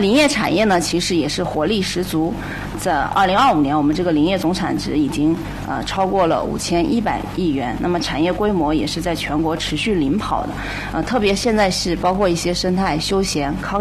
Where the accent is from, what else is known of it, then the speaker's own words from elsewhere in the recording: Jiangsu, China; 我们江苏的这个面积比较小，人多地少